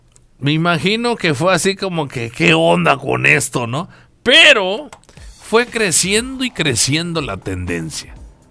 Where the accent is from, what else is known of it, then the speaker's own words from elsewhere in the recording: Mexico; Nosotros somos Estados Unidos mexicanos.